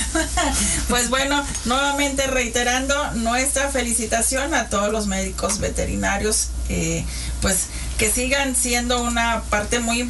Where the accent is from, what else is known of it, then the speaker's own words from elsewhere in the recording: Mexico; porque a veces dejamos como buenos mexicanos todo para el último